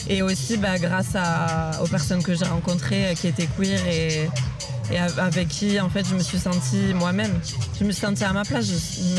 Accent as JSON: {"language": "French", "region": "south of France", "country": "France", "moved": "yes", "lives_now": "Lyon, France", "said": "Je suis basée à Lyon, mais je viens du sud de la France à la base."}